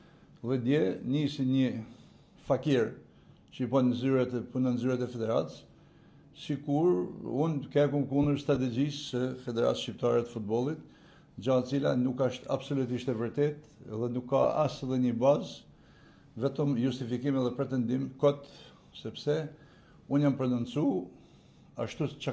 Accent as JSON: {"language": "Albanian", "town": "Shkodër", "region": "Shkodër County", "country": "Albania", "said": "jam shkodran"}